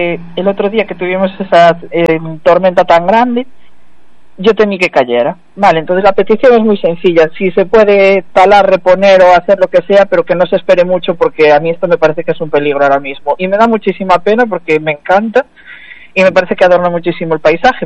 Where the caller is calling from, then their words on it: Galicia, Spain; le llamo desde Caruz